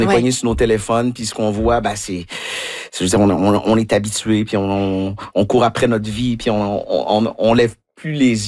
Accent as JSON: {"language": "French", "town": "Quebec City", "region": "Quebec", "country": "Canada", "said": "moi, je viens de Québec, puis à chaque fois que je viens travailler à Longueuil, je vis au Novia, qui est tout près du métro Longueuil"}